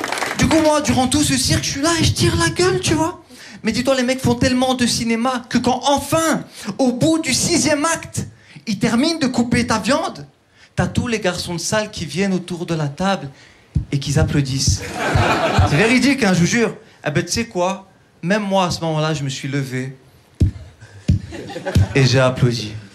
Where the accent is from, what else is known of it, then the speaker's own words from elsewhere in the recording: Turkey; Non, sérieusement, ouais, non, je suis turc, mais je sais pas si vous l'aviez deviné comme ça.